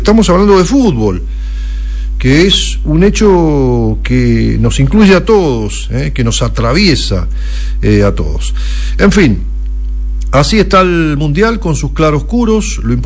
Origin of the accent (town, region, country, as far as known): Argentina